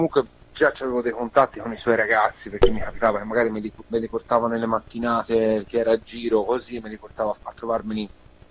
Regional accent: Montemurlo, Tuscany, Italy; io sono di Prato, nello specifico Montemurlo

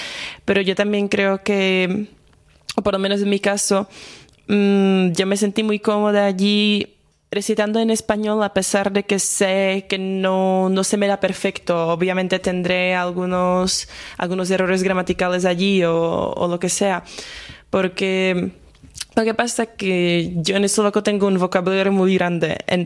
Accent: Slovakia; first language Slovak; Spanish is a second language; porque en eslovaco, por ejemplo, yo por eso tengo el acento bastante marcado, porque nosotros ponemos el acento siempre en la primera sílaba de la palabra. En español es completamente diferente

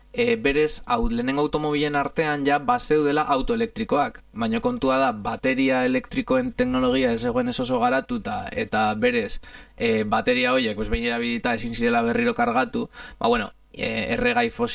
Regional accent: Italy; Basque is a second language; ni italiarra naiz

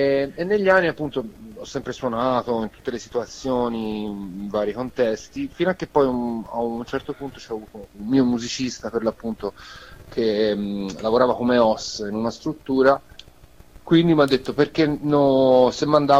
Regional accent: Montemurlo, Tuscany, Italy; Io sono di Prato, nello specifico Montemurlo

